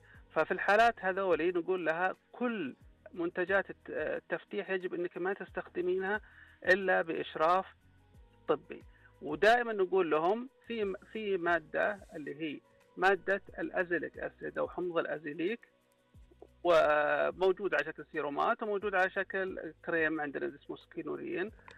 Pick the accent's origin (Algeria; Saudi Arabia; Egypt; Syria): Saudi Arabia; عندنا في السعوديه